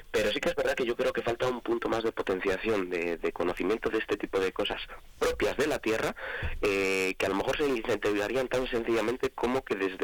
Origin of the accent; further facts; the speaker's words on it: Saldaña, Castile and León, Spain; Aunque, si hay que hablar de la romana de la Olmeda, mi tierra Saldaña también.